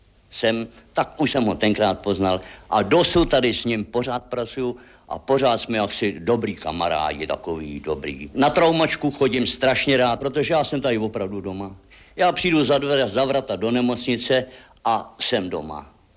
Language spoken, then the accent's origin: Czech; Komářice, South Bohemian Region, Czechia; Já jsem z Komářic